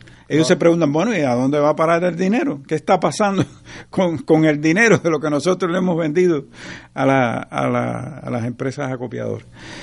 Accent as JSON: {"language": "Spanish", "town": "Baracoa", "region": "Guantánamo", "country": "Cuba", "said": "Mira, no es solo La Habana. Mira, yo vengo de Baracoa."}